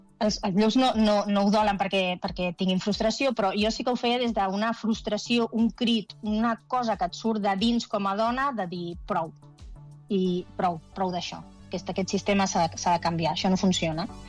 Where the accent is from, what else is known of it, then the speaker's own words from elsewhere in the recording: El Prat de Llobregat, Catalonia, Spain; jo sóc del Prat